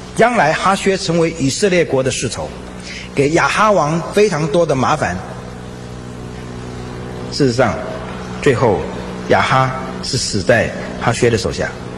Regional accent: China; 我们中国人

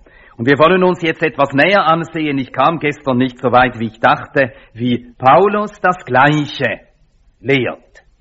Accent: Finland; now in Switzerland; Aber ich stamme aus Finnland, gebürtig bin ich Finne, aber schwedischer Staatsbürger.

